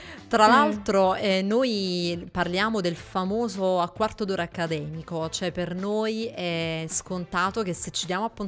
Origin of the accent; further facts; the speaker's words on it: Naples, Campania, Italy; È vero, è così. Posso testimoniare da napoletana.